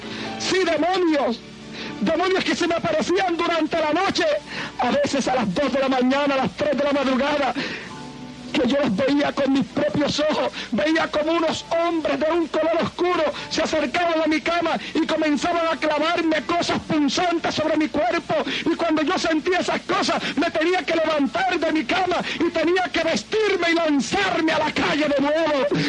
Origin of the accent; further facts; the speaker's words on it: Santa Isabel, Puerto Rico; moved away; en la playa de Santa Isabel, en mi pueblo